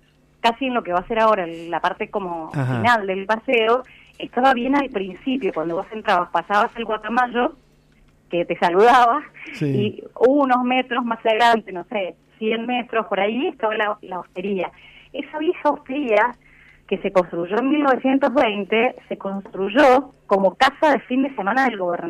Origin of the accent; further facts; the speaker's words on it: Mendoza, Argentina; siendo mendocinos y niños o adolescentes